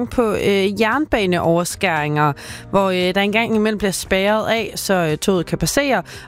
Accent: Varde, Region of Southern Denmark, Denmark; jeg er fra Varde.

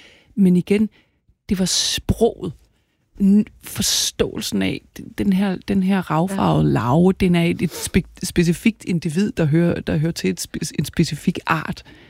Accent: Capital Region of Denmark, Denmark; Det ligner noget hjemme i Nordsjælland.

